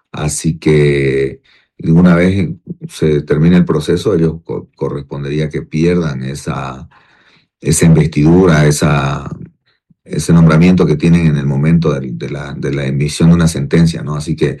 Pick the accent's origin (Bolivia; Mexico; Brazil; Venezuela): Bolivia; nuestra cultura como bolivianos